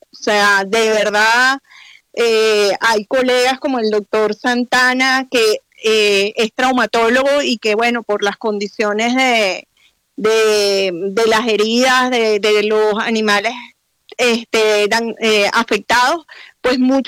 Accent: Venezuela; como venezolanos que somos

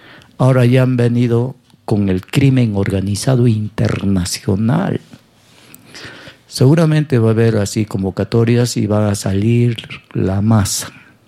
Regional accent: Peru; Esos somos los peruanos.

